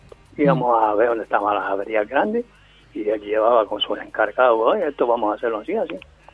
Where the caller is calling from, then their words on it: Vega de San Mateo, Canary Islands, Spain; Yo soy de San Mateo.